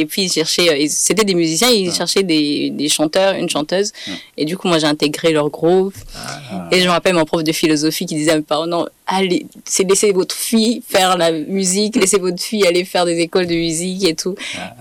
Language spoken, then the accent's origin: French; Burundi; first language Kirundi; French is a second language; déjà, c'est dans ma langue maternelle, le kirundi. Je suis burundaise, bien sûr.